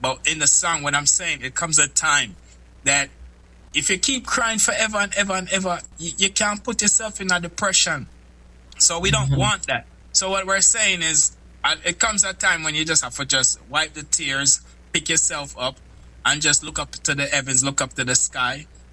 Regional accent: Kingston, Jamaica; I grew up in East Kingston, Franklin Town, Vineyard Town.

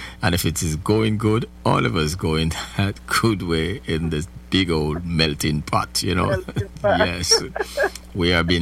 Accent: Jamaica; now in United States; how many of us knew growing up in Jamaica, that's our native land, right, how many of us knew that we would be here in America

